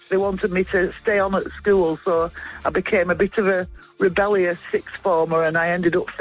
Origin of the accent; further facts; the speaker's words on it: Burnley, North West England, United Kingdom; I'm from Burnley, born okay. and bred, but I work in West Yorkshire.